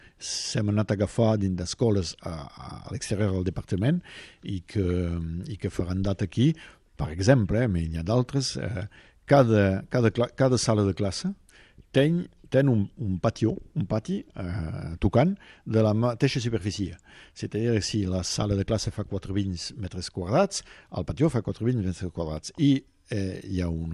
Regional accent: Fourques, Occitania, France; jo em vaig regalar a Forques, és el meu poble.

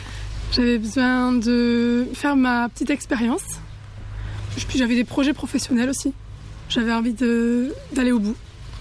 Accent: Luz-Saint-Sauveur, Occitanie, France; now in Beaucens, France; C'est là où j'ai grandi, c'est là où je suis née, c'est là où j'ai mes copains d'enfance, c'est là où j'ai envie de finir ma vie, me poser

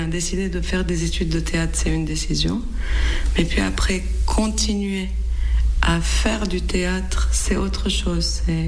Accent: Beirut, Beirut Governorate, Lebanon; also born or lived in Brussels; moi j'habite toujours à Beyrouth, et je suis née à Beyrouth

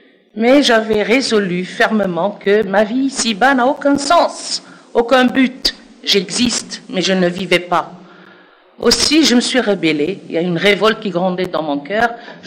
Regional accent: Algeria; now in Geneva, Switzerland; Je suis algérienne d'origine. Je suis née musulmane, je n'ai pas choisi.

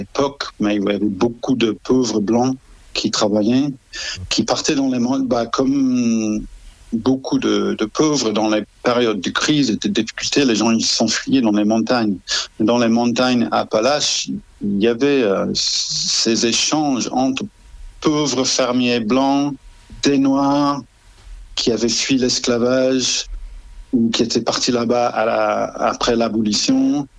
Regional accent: England, United Kingdom; French is a second language; Moi, je suis anglais, vous aurez compris par l'accent.

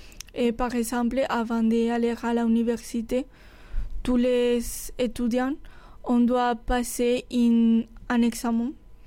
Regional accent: Castilla-La Mancha, Spain; French is a second language; moved away; moi, je viens de Castilla-La Mancha, qui c'est en région... qui vivent de l'agriculture, parce que c'est un llanure, donc ça permet de l'agriculture

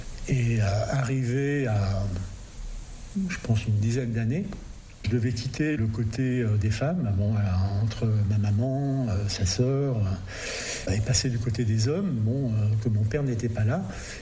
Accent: Lyon, Auvergne-Rhône-Alpes, France; also born or lived in Brussels / Berlin / Amsterdam; now in Pont-Saint-Esprit, France; je viens de Bruxelles. Tout en étant français, je suis lyonnais et fier de l'être. Et aujourd'hui, je me présente de plus en plus comme un bon artiste spiripontin. Étant donné que maintenant je travaille l'essentiel de mon temps à Pont-Saint-Esprit.

